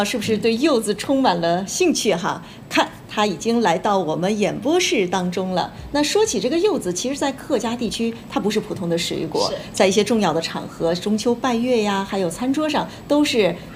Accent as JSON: {"language": "Chinese", "country": "China", "said": "我们中国人"}